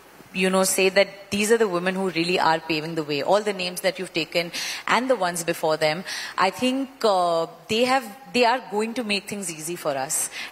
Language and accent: English; Mumbai, Maharashtra, India; first language Marathi; English is a second language; because Marathi is my mother tongue and I speak Marathi in my house, so Hindi was actually third language. You know, I used to speak Marathi. Then there was English in school and then Hindi. But the Hindi you speak in school is very like Bombaya Hindi.